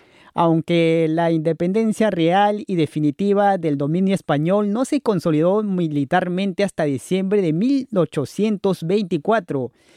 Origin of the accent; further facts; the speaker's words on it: Peru; now in abroad; Como peruano que soy, que estoy viviendo en el extranjero, la verdad no imaginé toda la dimensión que vive una persona estando fuera de su país de origen.